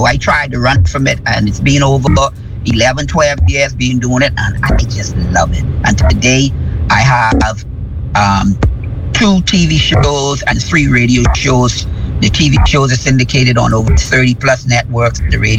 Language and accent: English; Bahamas; born there; I was born in the Bahamas, but my parents are from Jamaica.